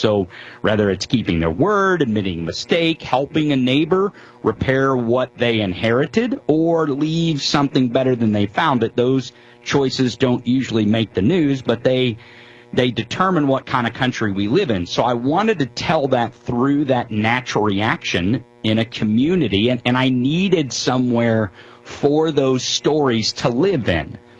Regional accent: Eldon, Missouri, United States; I grew up in Eldon, and my grandparents owned Coffin Beach Resort at Rocky Mount, and those live inside me somewhere.

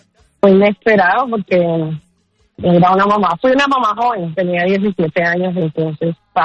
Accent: Bogotá, Colombia

